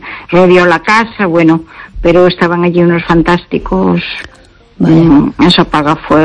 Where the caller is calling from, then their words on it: Pontevedra, Galicia, Spain; de Pontevedra.